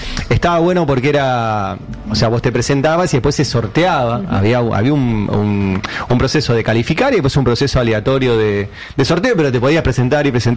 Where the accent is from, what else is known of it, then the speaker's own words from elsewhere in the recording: Catalonia, Spain; Hay uno, yo soy catalán también, por eso me propongo para asesorar campañas.